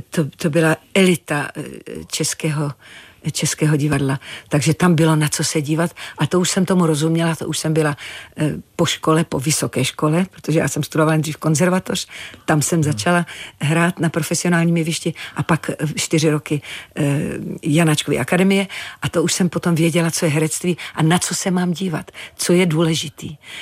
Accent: Zlín Region, Czechia; No já jsem Valach, protože mně přijde Valaška, že to je

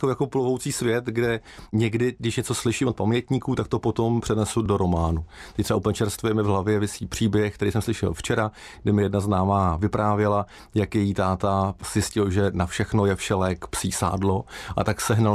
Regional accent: České Budějovice, South Bohemian Region, Czechia; also born or lived in Pardubice / Prague / Liberec; Já jsem rodilý Budějčák, bydlel jsem tam vlastně do vysoké školy, pak jsem si dal takový čas cestování, kde jsem studoval v Pardubicích, pak jsme s manželkou, která pochází z Českého ráje, nějaký čas žili v Praze, v Liberci, tak jsme putovali, až jsme se zase vrátili do Budějic

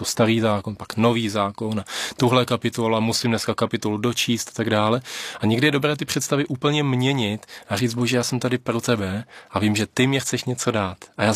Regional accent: Kolín, Central Bohemian Region, Czechia; já jsem pocházím z Kolína, tam mají takovou výtečnou pekárnu

